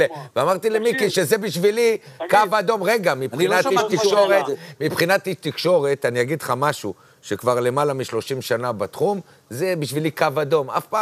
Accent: Hadera, Haifa District, Israel; אצלנו בחדרה

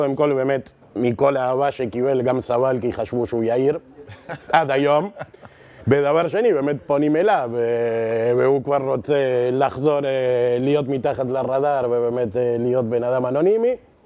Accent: Argentina; now in Israel; אני גדלתי בארגנטינה.

